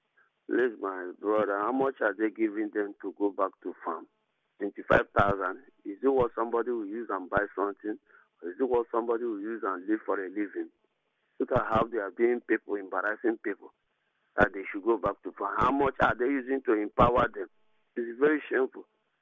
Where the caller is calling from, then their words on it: Nigeria; I'm calling you from Ikure local government.